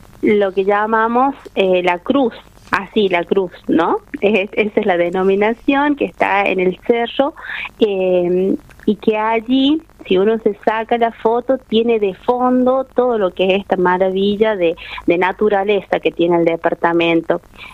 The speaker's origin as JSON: {"language": "Spanish", "region": "La Rioja", "country": "Argentina", "said": "nos caracteriza como riojanos la chaya."}